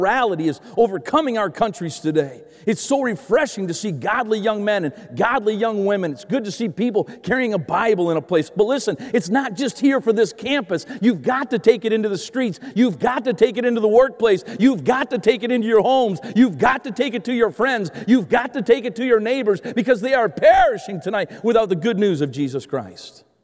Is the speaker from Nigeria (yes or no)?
no; Canada; being Canadian